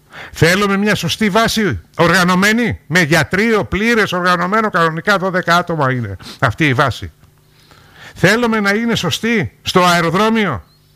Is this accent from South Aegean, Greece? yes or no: yes; Kalymnos, South Aegean, Greece; born there; now in Rhodes, Greece; Μπορεί να μην γεννήθηκα εδώ, εγώ είμαι Καλλίμνιος, γεννήθηκα στην Κάλυμνο.